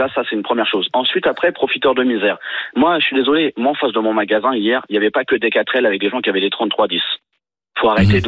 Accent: Trappes, Île-de-France, France; Maintenant, moi, j'ai grandi à Trappes. Honnêtement, c'est une question de civisme. Moi, j'ai grandi en quartier et moi, je me reconnais pas.

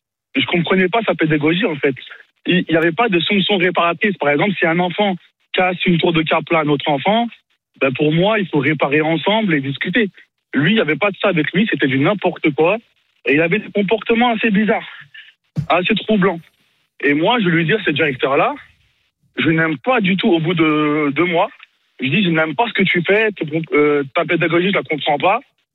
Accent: France; Moi, je suis maghrébin et je suis français.

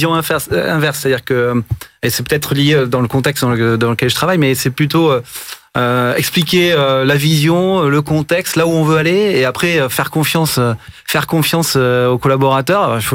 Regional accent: Toulouse, Occitanie, France; Alors, je suis de Toulouse.

